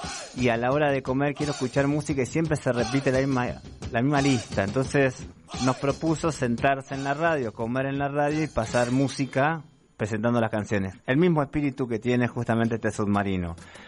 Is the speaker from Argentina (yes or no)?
yes; Moreno, Buenos Aires Province, Argentina; moved away; allí en mi tierra